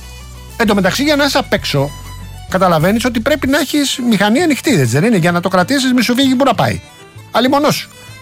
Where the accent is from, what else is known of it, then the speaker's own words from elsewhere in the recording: Rafina, Attica, Greece; Τι γίνεται στην πατρίδα μου, στη Ράφινα, παιδιά?